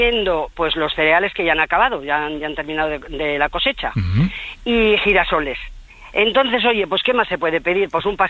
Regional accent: Villanueva de Gumiel, Castile and León, Spain; pues soy de Villanueva de Gumiel, somos un pueblo pequeño pero muy acogedor.

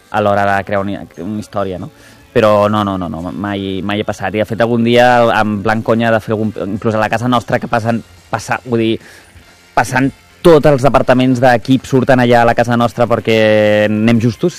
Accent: Barcelona, Catalonia, Spain; Em vaig criar a Sant Gervasi, entre plaça Bonanova i plaça Kennedy.

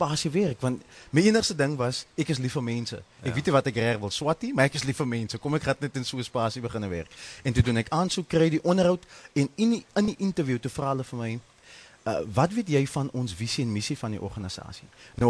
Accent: Worcester, Western Cape, South Africa; dit is die konteks van Woester en dit is wat ek beleef het in my grootwordjare. Ja, ons het berge wat ons omring en 'n mens voel half is toe. Maar as jy binnen Woester kom, dan ervaar jy die oopheid en die grensloosheid

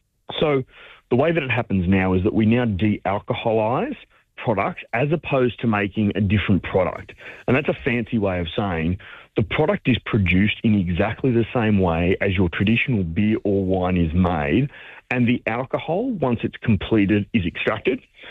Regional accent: Australia; as Australian winemakers

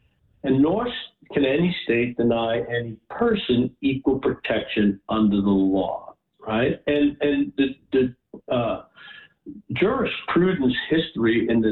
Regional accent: Bergenfield, New Jersey, United States; also born or lived in New York City; now in Arizona, United States; Well, I grew up in Bergenfield.

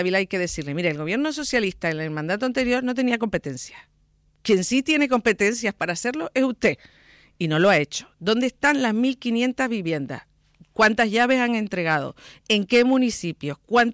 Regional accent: Tenerife, Canary Islands, Spain; todos en Tenerife tenemos claro

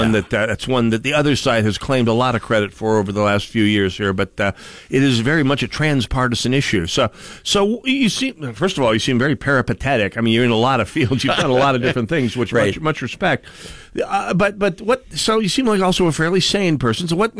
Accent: North Dakota, United States; I mean, I'm from North Dakota originally. You can run as a fire-breathing conservative there.

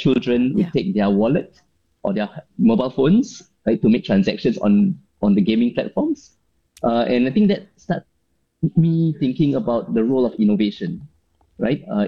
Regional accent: Singapore; as a Singaporean engineer overseas, there's so much knowledge.

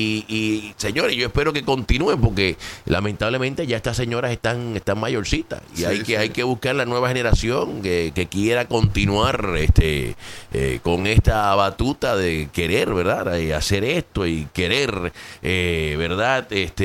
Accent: Puerto Rico; es porque somos boricua.

